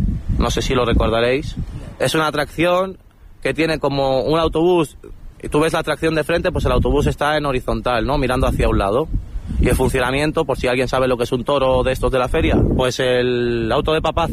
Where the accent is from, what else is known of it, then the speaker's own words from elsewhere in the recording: Catalonia, Spain; Mira, yo soy gitano, español y catalán.